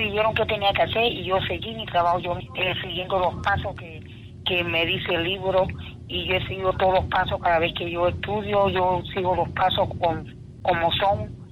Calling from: Colón, Panama; Bueno, yo soy acá de Colón.

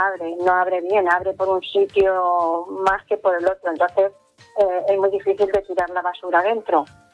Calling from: Gandia, Valencian Community, Spain; Soy una vecina de Gandía

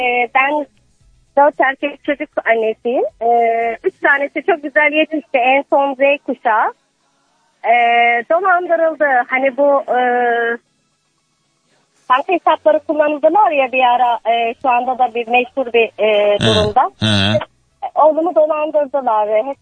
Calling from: Istanbul, Turkey; İstanbul Esenler'den arıyorum.

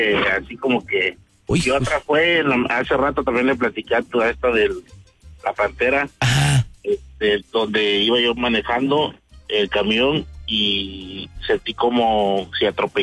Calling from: Mexico; De aquí, de Flores del Valle.

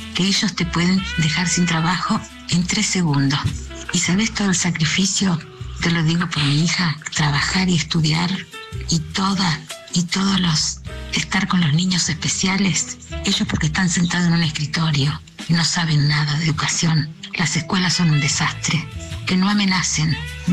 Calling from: Villa General Mitre, Argentina; de Villa General Mitre.

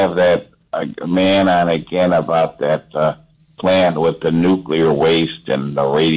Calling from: Cleveland, Ohio, United States

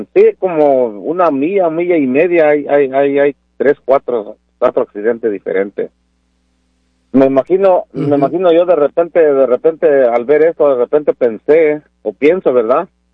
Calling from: Tacoma, Washington, United States

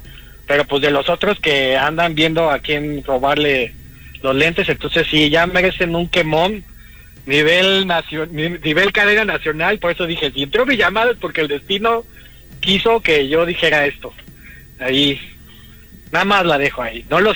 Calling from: Mexico City, Mexico; De la Ciudad de México.

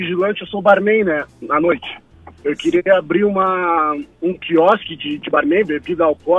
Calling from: Pelotas, Rio Grande do Sul, Brazil; Sou de Pelotas, mano

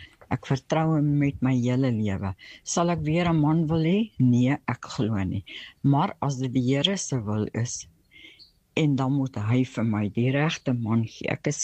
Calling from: Barberton, Mpumalanga, South Africa; van Barberton.

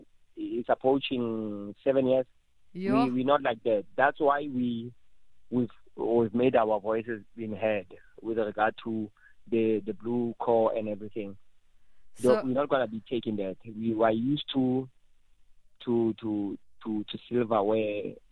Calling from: South Africa; if I was not being a South African

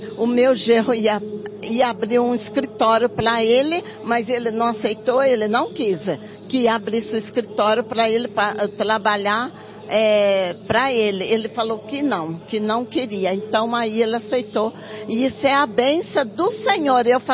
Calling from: Brazil; eu sou da Zona Norte.

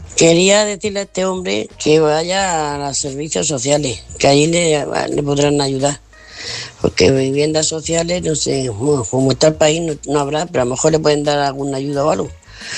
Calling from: Murcia, Region of Murcia, Spain; Buen fin de semana para todos. Soy … de Murcia.

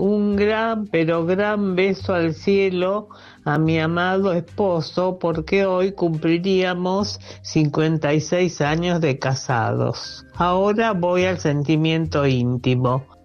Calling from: Rosario, Santa Fe, Argentina; Hola Lu, hola Celes.

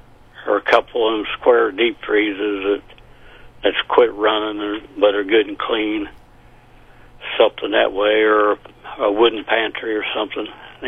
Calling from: Marceline, Missouri, United States

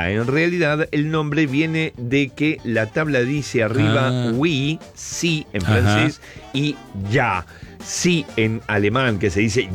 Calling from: Formosa, Argentina; Buen día, equipo de noticias, señor Portugal. … de Formosa, fiel oyente.

